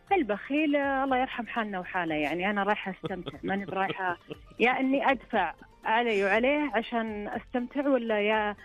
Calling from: Riyadh, Riyadh Province, Saudi Arabia; من الرياض.

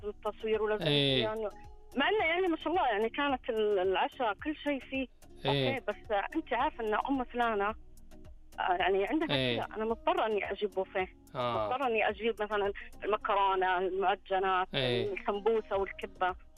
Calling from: Jubail, Eastern Province, Saudi Arabia; انا من الجبيل الصناعيه.

